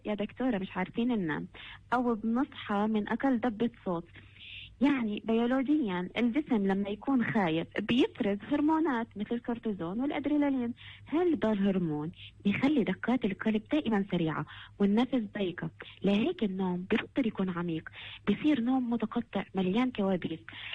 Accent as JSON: {"language": "Arabic", "region": "West Bank", "country": "Palestine", "said": "عندنا في فلسطين"}